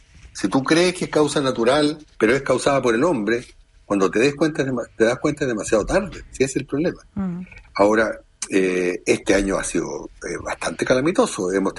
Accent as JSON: {"language": "Spanish", "country": "Chile", "said": "sobre todo nosotros por nuestra geografía. Digamos que somos una especie de cornisa entre el mar y la cordillera."}